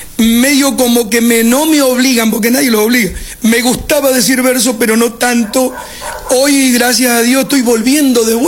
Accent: Melo, Argentina; soy de Melo.

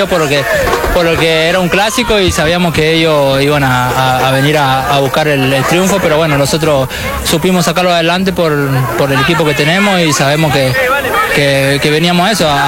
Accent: Chapanay, Mendoza, Argentina; moved away; Soy de San Martín, Mendoza, vengo de un pueblo que se llama Chapanay

